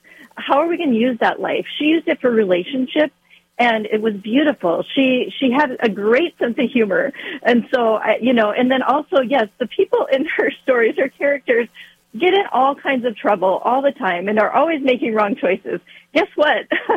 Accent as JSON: {"language": "English", "country": "United States", "tie": "born or raised there", "said": "Yeah, I'm from the North. Not only am I from the North, I grew up on a reservation, on a Lakota reservation. So my life started in another world."}